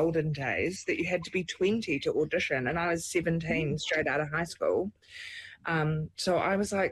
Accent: Wellington, New Zealand; Well, I grew up in Wellington

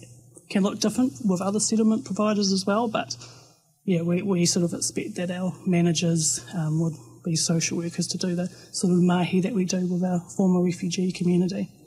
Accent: Wellington, New Zealand; now in Dunedin, New Zealand; But I said nō pōneki aho, so I was born and raised in Wellington. But yeah, I've been in Otipoti for, I'll be over 9 years now.

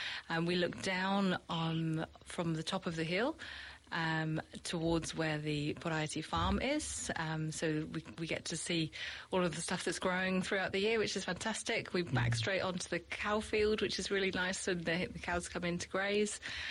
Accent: United Kingdom; now in New Zealand

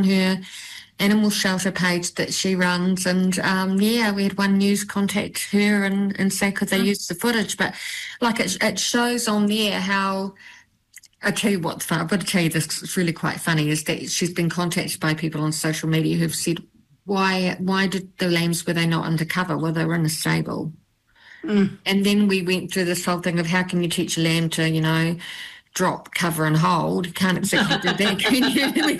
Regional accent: Tauranga, Bay of Plenty, New Zealand; When I was a kid and as a teenager, I grew up in Tauranga

